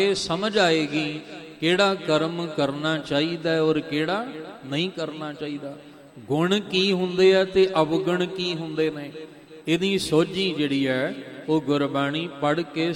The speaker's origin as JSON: {"language": "Punjabi", "region": "Punjab", "country": "India", "first_language": "Punjabi", "said": "ਅਸੀਂ ਪੰਜਾਬ ਦੀ ਧਰਤੀ ਤੇ ਰਹਿੰਦੇ ਹਾਂ, ਸਾਡੀ ਮਾਂ ਬੋਲੀ ਹੈ, ਇਹ ਮਾਤਰ ਭਾਸ਼ਾ ਹੈ ਸਾਡੀ।"}